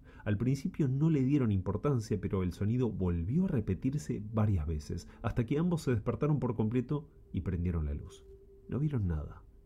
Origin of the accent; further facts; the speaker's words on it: San Isidro, Buenos Aires Province, Argentina; now in San Fernando, Argentina; Yo en realidad soy de San Isidro.